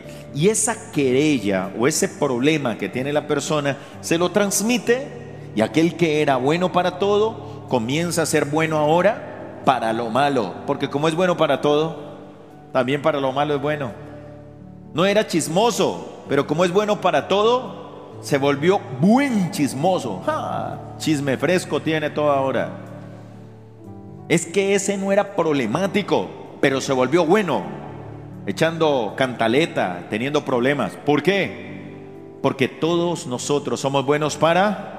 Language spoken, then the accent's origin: Spanish; Colombia